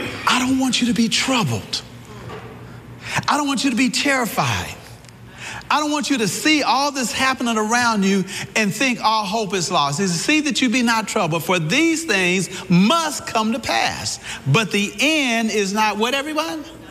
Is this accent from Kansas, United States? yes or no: yes; Kansas, United States; also born or lived in Missouri; But I grew up in Kansas and Missouri, and that was Tornado